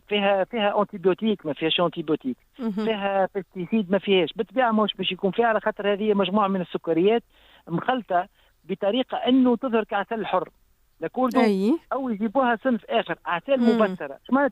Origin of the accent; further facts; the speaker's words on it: Tunisia; اللي عندنا في تونس